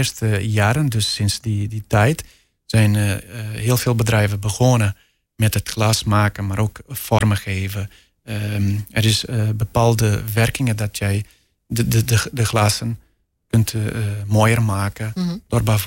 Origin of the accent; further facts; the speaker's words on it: Marinha Grande, Leiria District, Portugal; Dutch is a second language; moved away as an adult; now in Netherlands; Ik kom oorspronkelijk uit Portugal. Uit een stad dat de naam Marinha Grande heet. En die is tussen Lissabon en Porto een beetje. Aan zee, aan de Atlantische Oceaan. En dat is, dus daar ben ik geboren en getogen. Totdat ik naar Nederland kwam met mijn 27 jaar oud.